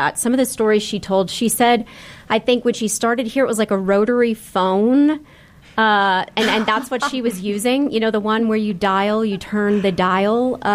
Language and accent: English; Oklahoma, United States; I'm from Oklahoma. I've lived severe weather my entire life